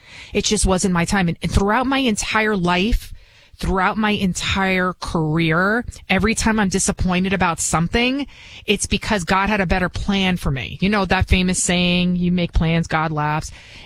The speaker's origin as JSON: {"language": "English", "town": "Bronx", "region": "New York", "country": "United States", "second_language": "English", "said": "from the Bronx. Obviously, you can hear it in my accent, which I've been trying to get rid of, but it's just a part of who I am. And I talk with my hands if you see me on TV. I'm first generation American. I didn't even speak English growing up."}